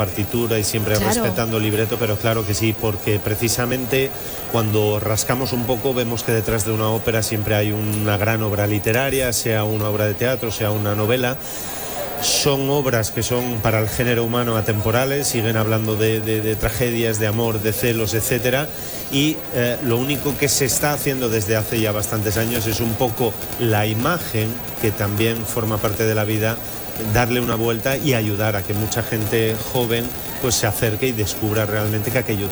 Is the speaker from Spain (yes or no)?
yes; Avilés, Asturias, Spain; born or raised there